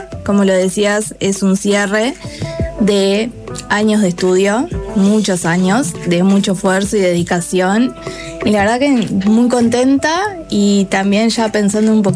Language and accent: Spanish; Salto, Uruguay; Bueno, soy de Salto